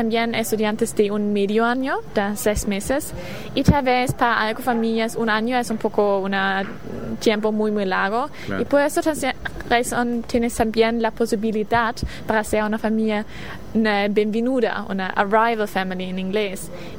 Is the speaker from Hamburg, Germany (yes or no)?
no; Heidelberg, Baden-Württemberg, Germany; Spanish is a second language; moved away as an adult; now in Uruguay; Soy de Alemania del Sur, de una ciudad que se llama Heidelberg. Es cerca una hora sur de Frankfurt.